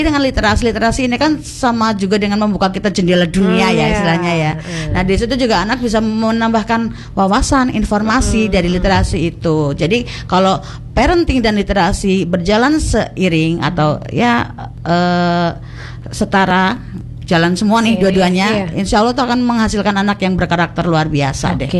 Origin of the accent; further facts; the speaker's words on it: Banyumas, Central Java, Indonesia; moved away as an adult; now in Cilacap, Indonesia; saya aslinya Banyumas, Bu. Iya, terus penempatan di Cilacap.